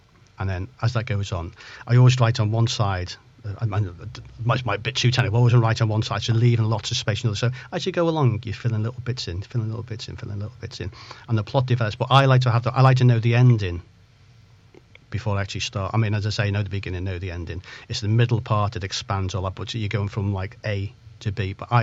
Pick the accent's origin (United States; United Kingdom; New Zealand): United Kingdom; Chester, North West England; also born or lived in Liverpool, United Kingdom / Barrow-in-Furness, United Kingdom; I'm actually from Chester. I've lived in Liverpool for quite a few years, and the more the countryside places, and I used to live in Barrow and Furness in Cumbria and Ulverston up there